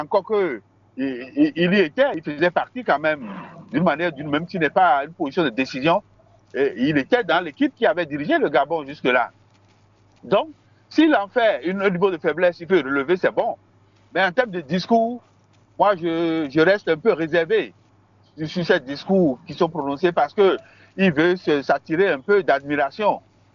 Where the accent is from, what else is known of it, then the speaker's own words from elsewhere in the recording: Benin; je reviens rapidement chez moi, au Bénin